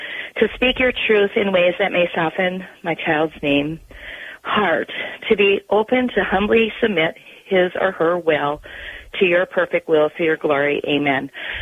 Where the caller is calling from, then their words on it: Wisconsin, United States; Oh, we're right on the lake between Green Bay and Sheboygan, kind of.